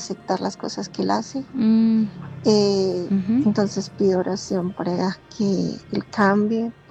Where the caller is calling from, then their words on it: Bogotá, Colombia; llamo desde Bogotá